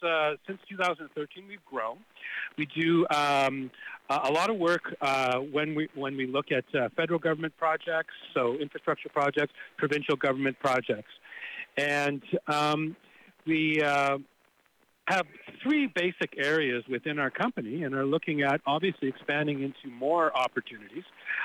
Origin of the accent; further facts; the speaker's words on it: Ontario, Canada; I'm originally from Northern Ontario. I'm Anishinaabe from Northern Ontario